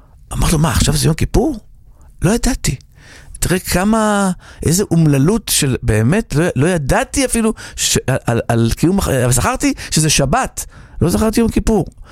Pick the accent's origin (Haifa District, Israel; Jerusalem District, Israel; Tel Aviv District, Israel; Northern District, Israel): Tel Aviv District, Israel; Tel Aviv; גדלתי ברמת אביב, למדתי בית ספר אליאנס ברמת אביב, אמא אוסטרו-הונגרית